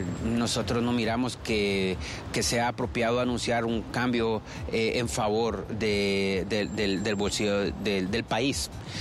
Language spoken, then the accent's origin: Spanish; Honduras